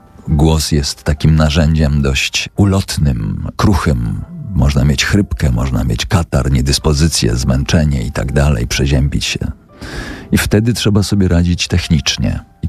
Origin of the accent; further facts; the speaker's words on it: Tyczyn, Subcarpathian Voivodeship, Poland; accent: Subcarpathian sing-song; bo ja jestem z Podkarpacia, jestem z pięknego miasteczka Tyczyn pod Rzeszowem i tam troszeczkę inaczej mówimy.